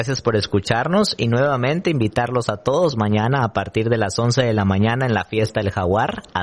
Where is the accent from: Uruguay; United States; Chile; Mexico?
Mexico; a sentirnos como mexicanos y a vivir la pasión de este deporte